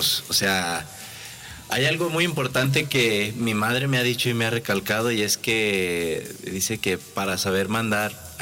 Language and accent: Spanish; Rincón de Romos, Aguascalientes, Mexico; somos de Rincón de Romos, Onan y yo. Hemos crecido ahí.